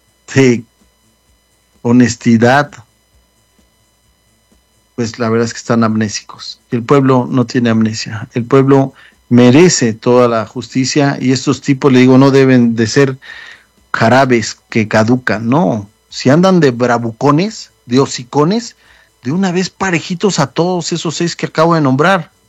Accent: Mexico; now in United States

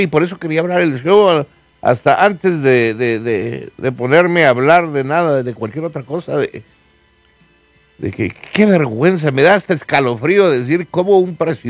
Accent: United States; en esta nación, ¿no? El consejo es que somos estadounidenses.

